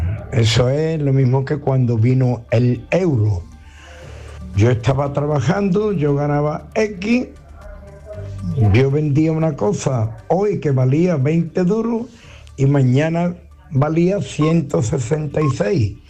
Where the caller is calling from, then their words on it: Sanlúcar la Mayor, Andalusia, Spain; Yo vivo en Sanlúcar la Mayor.